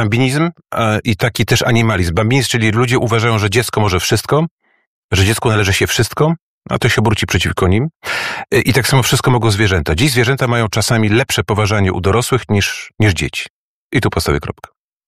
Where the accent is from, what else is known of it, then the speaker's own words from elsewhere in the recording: Warsaw, Masovian Voivodeship, Poland; born there; lubię Warszawę. Jestem stąd. Urodziłem się tutaj i pewnie tutaj zejdę z tego świata.